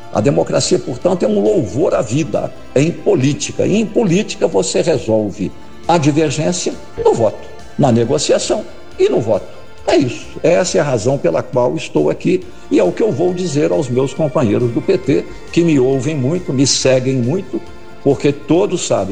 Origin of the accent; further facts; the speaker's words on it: Minas Gerais, Brazil; o eleitor da minha terra, Minas Gerais.